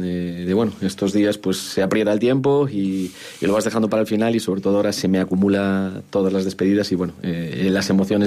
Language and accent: Spanish; Galicia, Spain; moved away as an adult; now in Zamora, Spain; yo soy gallego y la morriña, evidentemente, no soy joven, tengo 50 años